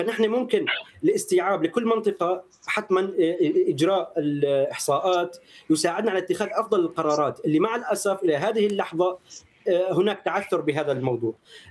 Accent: Syria

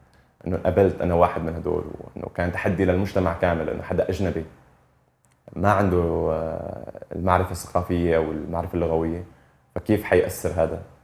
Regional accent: Syria; moved away as an adult; now in Finland; نحن كسوريين

